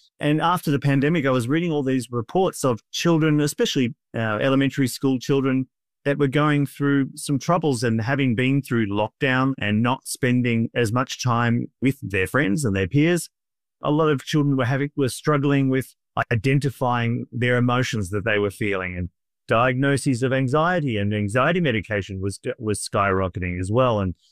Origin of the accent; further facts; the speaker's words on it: Australia; I am Australian.